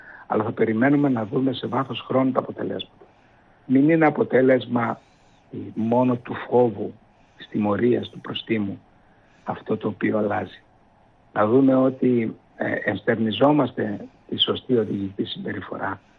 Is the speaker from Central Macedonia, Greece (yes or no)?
no; Keramoti, Eastern Macedonia and Thrace, Greece; Μπορεί να σηκωθεί από το Ηράκλειο να πάει στο χωριό μου στην Κεραμωτή.